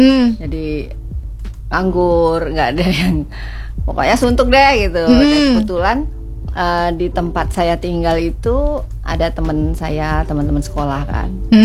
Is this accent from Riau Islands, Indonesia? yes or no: yes; Tanjung Pinang, Riau Islands, Indonesia; born there; also born or lived in Klaten, Central Java / Solo, Central Java